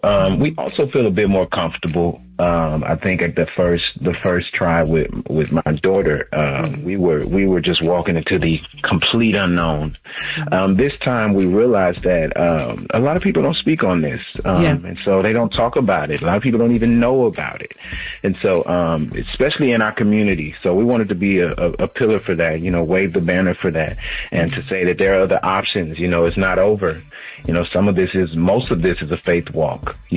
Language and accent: English; Baton Rouge, Louisiana, United States; I'm a kid from Baton Rouge, Louisiana, living in a shotgun, one-bedroom house. A single mother raised me.